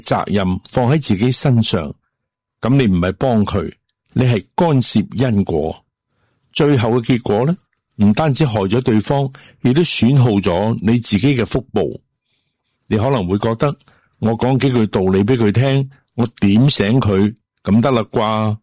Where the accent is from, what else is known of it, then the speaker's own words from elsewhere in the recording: China; 我们中国人讲亲兄弟明算账